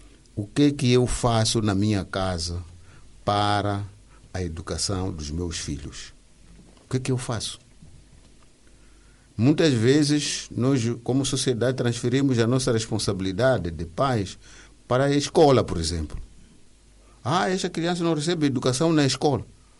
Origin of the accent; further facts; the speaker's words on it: Mozambique; Nós, como moçambicanos, estamos a perder moral.